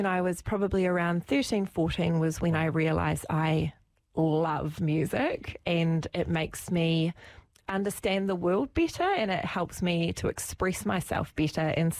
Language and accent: English; Christchurch, Canterbury, New Zealand; I grew up right here in Ōtautahi.